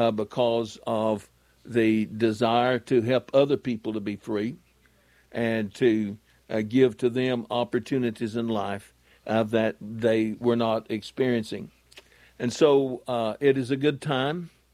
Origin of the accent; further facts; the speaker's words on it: United States; I am an American, an American citizen, that I was fortunate enough to be born in this country and to be brought up with an idea of law and order, and that Christian faith was the most important thing in anyone's life.